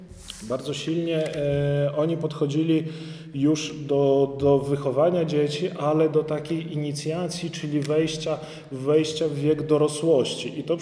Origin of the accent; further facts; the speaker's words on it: Podlaskie Voivodeship, Poland; tutaj u nas na Białostoczyźnie jest bardzo silnie, że my odwiedzamy, tak?